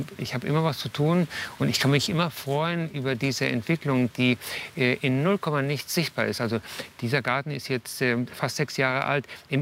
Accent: Canary Islands, Spain; now in Hamburg, Germany; Ich bin auf den Kanarischen Inseln groß geworden

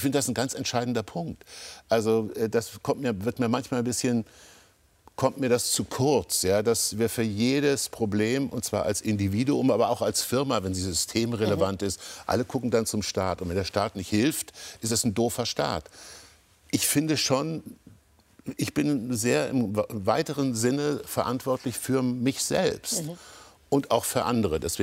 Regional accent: Kassel, Hesse, Germany; ich komme aus Kassel, das war eine tolle Mutter, ein furchtbarer Vater, es war eine kleine Wohnung und so.

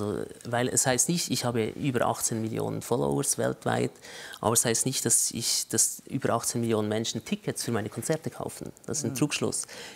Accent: Switzerland; Da wurde ich über Nacht bekannt als

